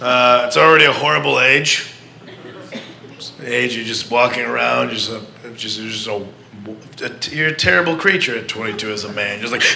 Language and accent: English; Midwest, United States; Like everybody, I'm from the Midwest, and so it's weird to come out here and find out that people go to casual therapy.